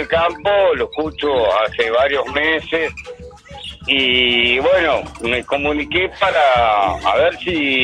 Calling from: Santa Fe, Argentina; Desde Santa Fe.

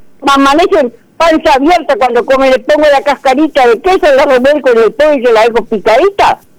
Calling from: José Pedro Varela, Lavalleja, Uruguay; acá de José Pedro Varela.

